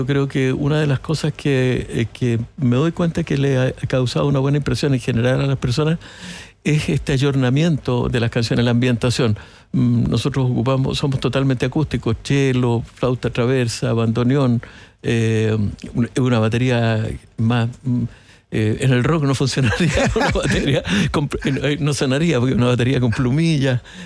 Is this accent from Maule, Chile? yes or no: no; Valparaíso, Chile; Yo soy porteño, nací en Valparaíso, siempre amé al mar